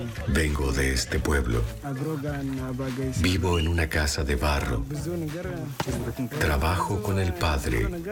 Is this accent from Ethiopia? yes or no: yes; Gublak, Benishangul-Gumuz, Ethiopia; soy de Gublak. Estoy en 8º grado.